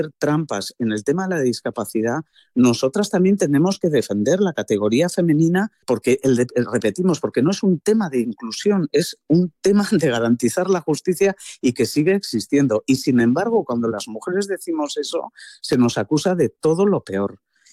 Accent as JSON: {"language": "Spanish", "town": "Irun", "region": "Basque Country", "country": "Spain", "tie": "born or raised there", "said": "está pasando, por ejemplo, en mi pueblo, en el polideportivo de Irún."}